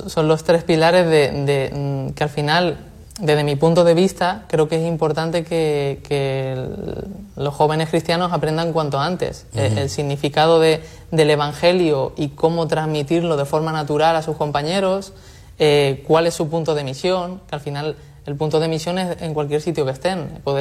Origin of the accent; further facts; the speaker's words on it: Castilla-La Mancha, Spain; moved away; yo soy manchego, vengo de la Universidad de Ciudad Real